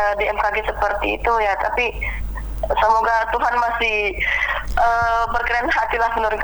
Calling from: West Sulawesi, Indonesia; also born or lived in Nunukan; Saya lagi ada di Sulawesi Barat.

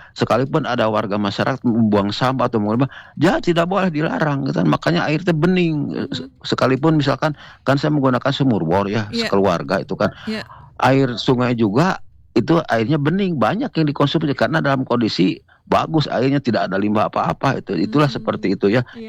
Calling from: Bandung, West Java, Indonesia

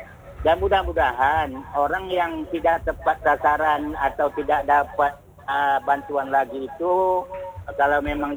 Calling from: Tanjung Pinang, Riau Islands, Indonesia; Tanjung Pinang ini termasuk kampung saya ini

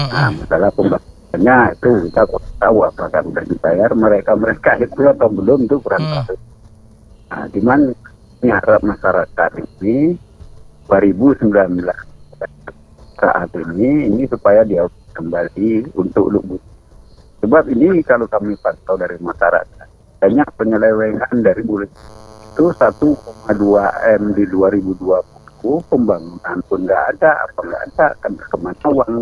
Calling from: Aceh, Indonesia

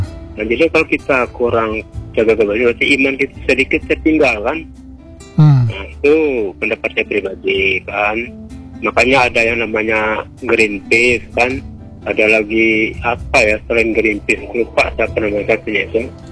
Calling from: Bangka Belitung Islands, Indonesia; Kalau bahasa Bangkaan ini kita orang Bangka yang tahu

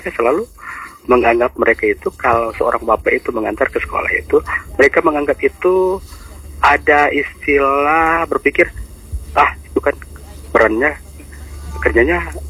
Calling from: Makassar, South Sulawesi, Indonesia; di daerah saya itu, di Makassar saya

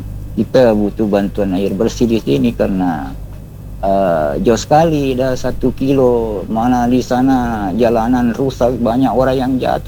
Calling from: Soppeng, South Sulawesi, Indonesia; di Sopeng.

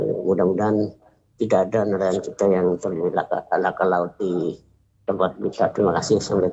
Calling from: Kijang, Riau Islands, Indonesia; Ya, kami dari Kijang ini menyampaikan informasi hari ini tanggal 8 Oktober ya, hari Kamis. Informasi di daerah kami, Kabupaten Bintan ya, juga Bintan Timur ya.

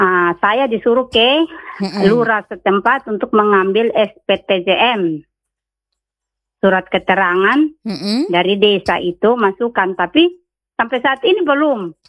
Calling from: East Nusa Tenggara, Indonesia; Saya dari asal dari OESAO, Desa ya. Pugdale.

